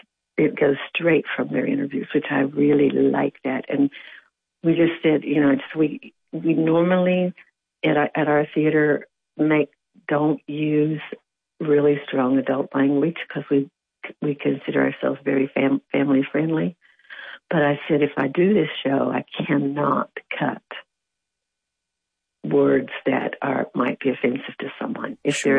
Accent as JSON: {"language": "English", "region": "West Virginia", "country": "United States", "tie": "born or raised there", "said": "I grew up in West Virginia."}